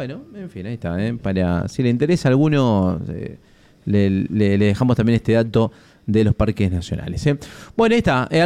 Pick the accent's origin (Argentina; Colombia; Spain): Argentina